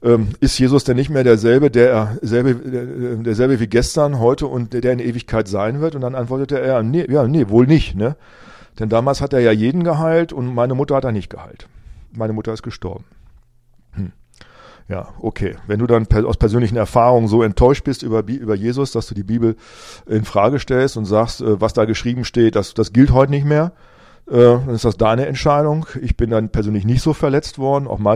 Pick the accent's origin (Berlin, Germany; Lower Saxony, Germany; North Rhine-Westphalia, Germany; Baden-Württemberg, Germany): Lower Saxony, Germany; Rinteln; ich hoffe dann auch in meiner alten Heimatgemeinde in Rinteln, dass dort die Türen aufgehen und ich reden kann